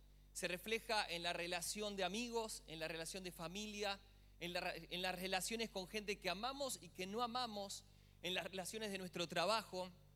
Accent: Argentina

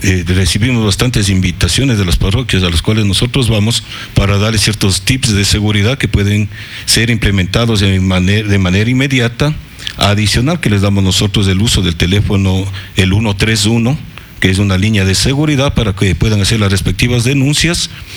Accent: Quito, Pichincha, Ecuador; moved away as an adult; now in Ambato, Ecuador; Yo soy de Quito.

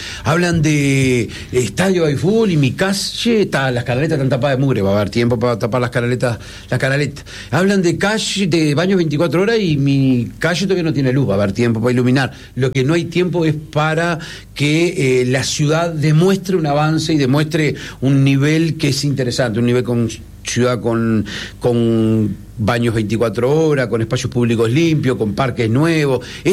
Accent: Río Branco, Cerro Largo, Uruguay; Como intendente me hubiera gustado estar en mi pueblo, en mi ciudad.

